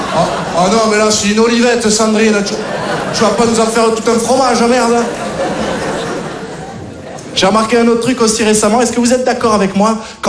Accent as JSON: {"language": "French", "region": "Southern France", "country": "France", "moved": "yes", "lives_now": "Paris, France", "said": "moi aussi, je suis un beauf, je viens du Sud."}